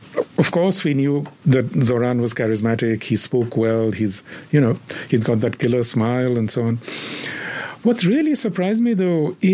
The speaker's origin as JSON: {"language": "English", "region": "West Bengal", "country": "India", "lives_now": "New York, United States", "said": "I mean, I'm from Bengal. In Bengal, our views are often very, very different from that of other parts, especially of northern India."}